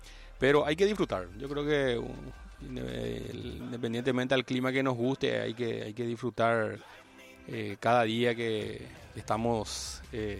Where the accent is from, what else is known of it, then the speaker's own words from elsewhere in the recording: Paraguay; De nosotros como ciudadanos paraguayos